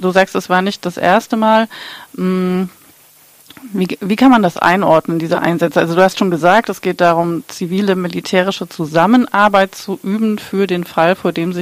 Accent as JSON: {"language": "German", "region": "Hamburg", "country": "Germany", "said": "wir als Hamburger BewohnerInnen"}